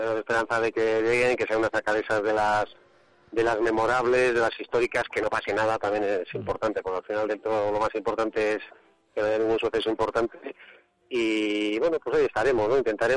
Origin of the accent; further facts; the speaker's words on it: Tardelcuende, Castile and León, Spain; todos somos de Tarde el Cuende.